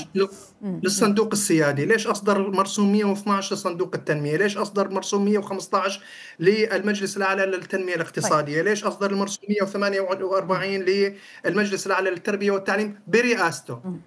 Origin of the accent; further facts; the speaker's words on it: Syria; هم غالبا وفق كل ما وثقناه كسوريين منتهكين.